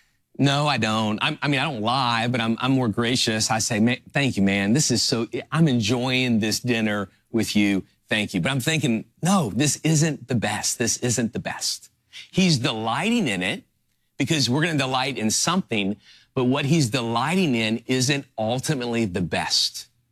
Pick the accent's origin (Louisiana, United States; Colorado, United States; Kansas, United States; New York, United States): Louisiana, United States; New Orleans; also born or lived in Miami; now in Orange County, United States; I grew up in New Orleans and I lived in Miami for 8 years and now I live in Orange County. And so I've lived in coastal cities and grew up in a great city with great seafood.